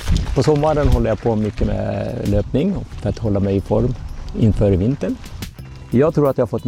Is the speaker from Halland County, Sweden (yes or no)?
no; Gävle, Gävleborg County, Sweden; also born or lived in Rovaniemi, Finland; 63 år, kommer från Gävle.